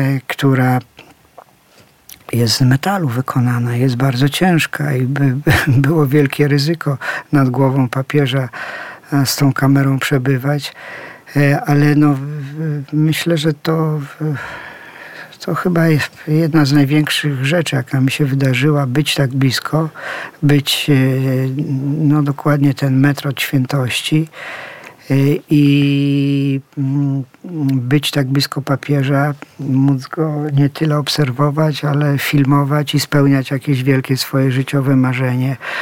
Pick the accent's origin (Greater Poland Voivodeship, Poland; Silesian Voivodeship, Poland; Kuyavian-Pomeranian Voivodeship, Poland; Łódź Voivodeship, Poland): Silesian Voivodeship, Poland; No ja pochodzę ze Śląska. Gdzieś Śląsk mnie wychował, ukształtował, dał tożsamość, poczucie tożsamości.